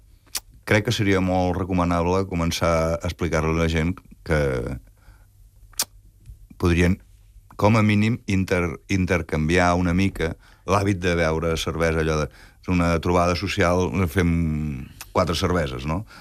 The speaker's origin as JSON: {"language": "Catalan", "region": "Catalonia", "country": "Spain", "said": "No, som catalans, estem a Catalunya, fem coses de catalans."}